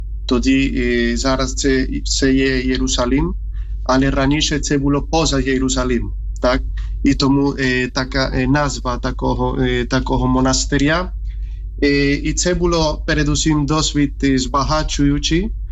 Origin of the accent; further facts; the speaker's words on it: Spain; Ukrainian is a second language; moved away as an adult; now in Ukraine; Я сам з Іспанії, приїхав в Україну в 11-му році в семінарії Redentoris Mater.